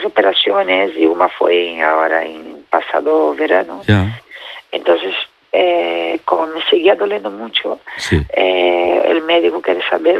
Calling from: Tarragona, Catalonia, Spain; Yo estoy en Cataluña.

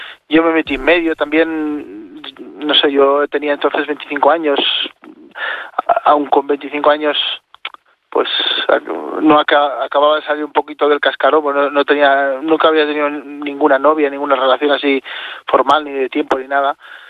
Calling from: Spain

